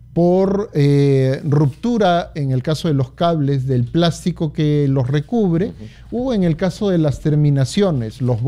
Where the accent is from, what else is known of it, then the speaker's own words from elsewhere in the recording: Lima, Peru; Yo vengo de Pueblo Libre y las casas son chiquitas, pero son antiguas.